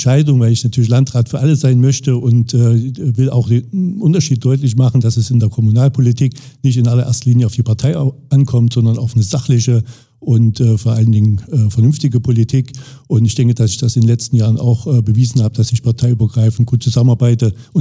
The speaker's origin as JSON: {"language": "German", "area": "Rudolstadt district", "region": "Thuringia", "country": "Germany", "tie": "born or raised there", "said": "Also geboren bin ich 74 in Rupsella, bin hier im Landkreis aufgewachsen, zur Schule gegangen, habe dann in Jena Volkswirtschaftslehre studiert, habe auch einen Ausflug nach England gemacht, nach Kingston up in Hull und nach Paris."}